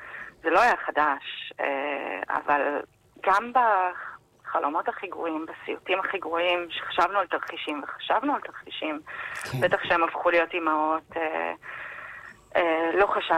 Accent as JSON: {"language": "Hebrew", "region": "Central Israel", "country": "Israel", "tie": "born or raised there", "said": "אני ואחי גדלנו בעיר במרכז הארץ"}